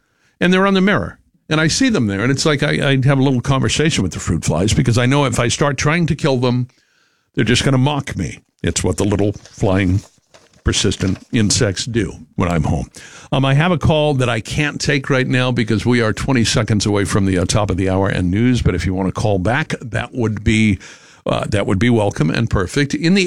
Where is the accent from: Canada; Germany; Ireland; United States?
United States; New Jersey; born there; also born or lived in Massachusetts; when I moved from Massachusetts to New Jersey as a kid